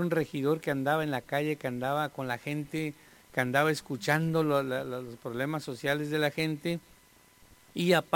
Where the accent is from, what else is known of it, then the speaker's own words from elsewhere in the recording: Tijuana, Baja California, Mexico; nuestra Tijuana